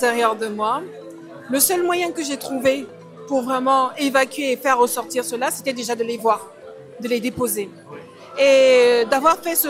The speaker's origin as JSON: {"language": "French", "region": "Littoral", "country": "Cameroon", "moved": "as an adult", "lives_now": "France", "said": "Moi, je viens du Cameroun, je suis d'originaire Cameroun."}